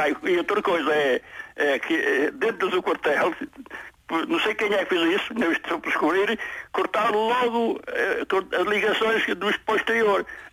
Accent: Vila das Aves, Porto, Portugal; also born or lived in Lisbon; now in Maia, Portugal; Eu sou natural da Vila das Aves do Tirso.

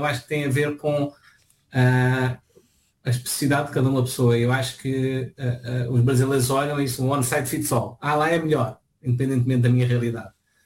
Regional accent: Odivelas, Lisbon, Portugal; now in Brazil; Eu tenho que dizer que sou de Lisboa, porque se eu disser de Odivelas ninguém entende direito.

